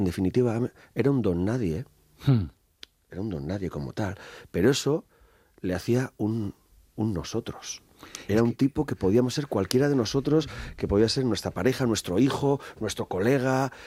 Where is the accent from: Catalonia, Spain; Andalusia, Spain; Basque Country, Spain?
Basque Country, Spain; sobre todo en Euskadi. Yo soy vasco.